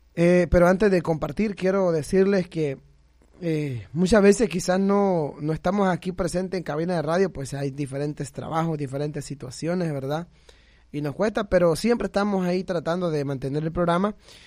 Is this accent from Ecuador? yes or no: no; Yoloaiquín, Morazán, El Salvador; Nosotros pues somos de El Aceituno, ¿verdad? De Yoloiquín.